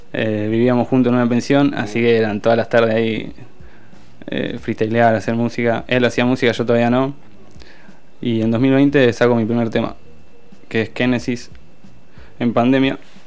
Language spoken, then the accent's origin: Spanish; Pila, Buenos Aires Province, Argentina; moved away as an adult; now in La Plata, Argentina; En Pila, que es mi pueblo, es un pueblo muy.